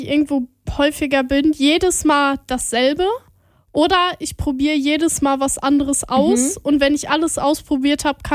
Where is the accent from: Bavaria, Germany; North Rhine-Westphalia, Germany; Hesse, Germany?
North Rhine-Westphalia, Germany; born there; wir sind beide in NRW geboren.